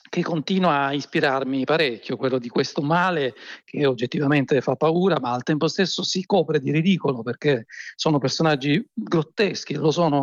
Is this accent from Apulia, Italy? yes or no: yes; Apulia, Italy